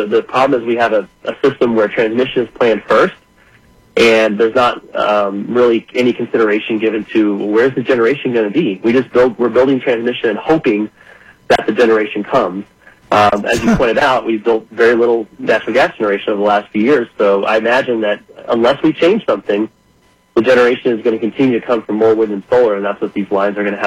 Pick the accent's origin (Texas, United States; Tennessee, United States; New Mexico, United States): Texas, United States; Midland; West Texas, where I grew up in Midland.